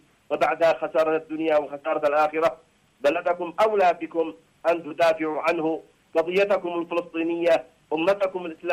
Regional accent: Yemen; نحن الشعب اليمني

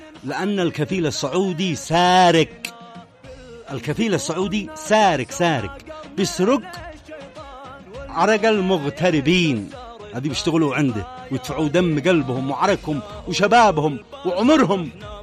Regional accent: Yemen; أنا كيمني بلادي معتدى عليها من الجارة، من الشقيقة الكبرى

